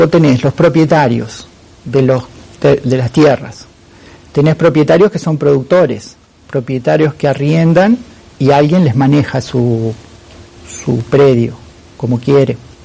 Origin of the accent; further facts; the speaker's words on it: Esperanza, Santa Fe, Argentina; Claro, a ver, yo vengo de Esperanza, la primera colonia agrícola, 1856, sí.